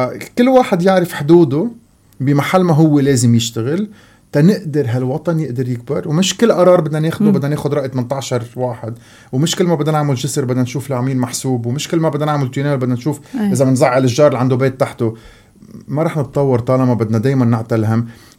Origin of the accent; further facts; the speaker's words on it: Lebanon; ومش لأني أنا لبناني